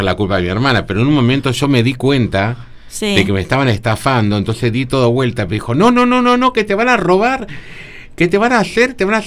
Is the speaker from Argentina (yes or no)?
yes; Luján, Buenos Aires Province, Argentina; Sí, soy de Luján.